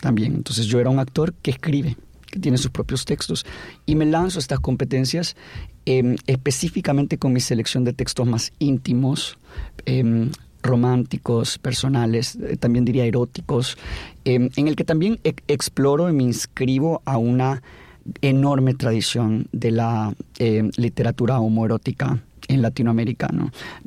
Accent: Buenos Aires, Argentina; Es un pequeño mundo muy complejo en sí mismo, que en el que crecí en Buenos Aires.

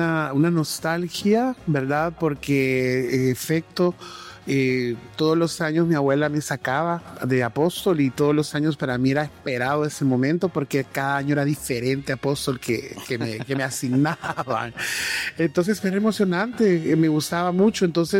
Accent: Santa Ana, El Salvador; en mi caso, desde mi niñez en Santa Ana

